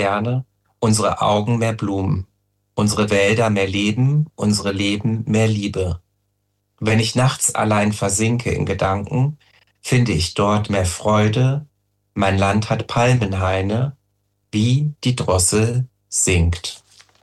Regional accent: Germany; born there; also born or lived in Brazil / Paris; ich bin in Brasilien geboren und habe dort aber nur die ersten 3 Wochen meines Lebens verbracht. Ich wurde dann adoptiert und da begann eigentlich so meine erste Reise, die Reise über den Atlantik, erst nach Paris und dann eben in die Eifel.

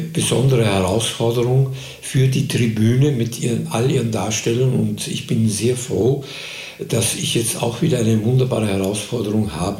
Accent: Linz, Upper Austria, Austria; Es ist Linz, Oberösterreich, ist meine absolut meine Heimat.

